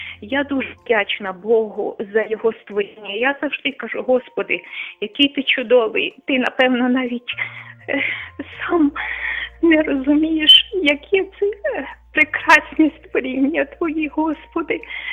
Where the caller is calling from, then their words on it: Lviv, Lviv Oblast, Ukraine; я львів'янка.